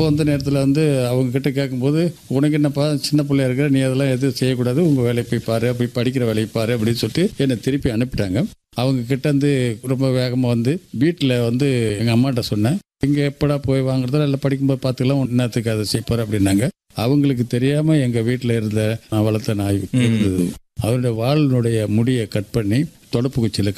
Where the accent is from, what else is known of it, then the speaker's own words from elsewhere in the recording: Puducherry, India; also born or lived in Velliyanur; வாழ்க்கை தொடங்கும் போது அரங்கனூர் என்ற ஒரு கிராமத்துல புதுச்சேரியை சேர்ந்தது, பக்கத்துல தான். அந்த அரங்கனூர் கிராமத்துல இருக்கும் போது விளையாட்டு பிள்ளையாக இருந்து கொண்டிருக்கிறேன்.